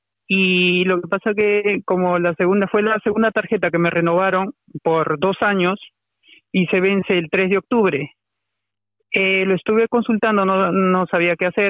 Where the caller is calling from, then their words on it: Madrid, Community of Madrid, Spain; Me comunico de Madrid.